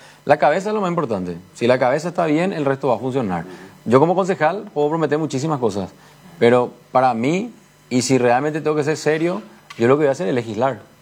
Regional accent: Asunción, Paraguay; yo, antes que ser colorado, soy asunceno primero. Siempre para mí Asunción va a estar primero.

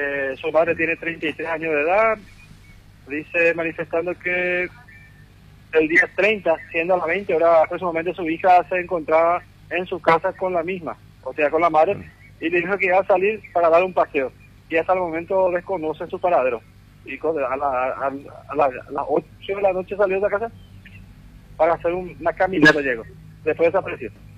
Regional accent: Venezuela; somos sí, venezolanos

